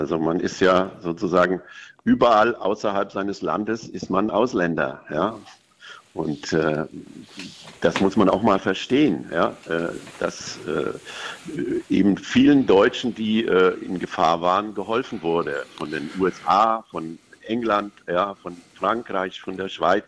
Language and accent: German; Germany; ich sage jetzt mal, ich als Deutscher mich zu Hause fühle